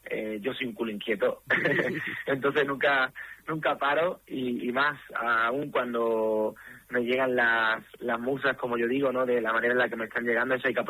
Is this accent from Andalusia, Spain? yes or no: yes; Palma del Río, Andalusia, Spain; Yo soy cordobés, de Palma del Río, andaluz. Llevo mi tierra por bandera, a mi España por bandera.